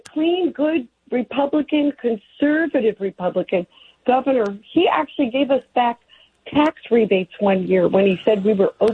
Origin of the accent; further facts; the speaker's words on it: New Jersey, United States; I was a young girl then in college, and I came from New Jersey, a staunch Democrat, staunch, dirty, mafiosa, bribe, third world country little tiny postage stamp with foul weather.